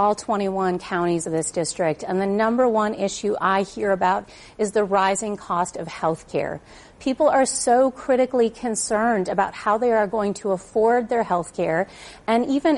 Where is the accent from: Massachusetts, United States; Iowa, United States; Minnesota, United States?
Minnesota, United States; Hermantown; I was born and raised in Hermantown in a union family.